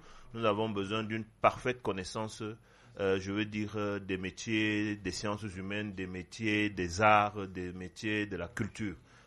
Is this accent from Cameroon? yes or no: yes; Yaoundé, Centre, Cameroon; moi j'ai grandi à Yaoundé, toute ma vie où je suis né.